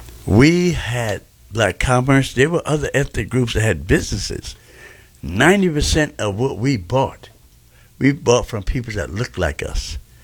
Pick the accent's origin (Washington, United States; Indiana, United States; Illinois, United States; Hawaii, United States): Illinois, United States; Chicago; born there; also born or lived in Bronx, New York / Houston, Texas; I was born in the Bronx. My mother worked till the last half an hour before I was born at Fresh Restaurant. Fast forward after Houston, Texas, with my grandmother, my dad opened restaurants here in Chicago on 47th Street.